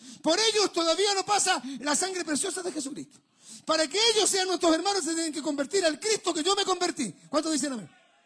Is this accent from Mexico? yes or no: no; Chile; Yo soy chileno, nosotros no somos judíos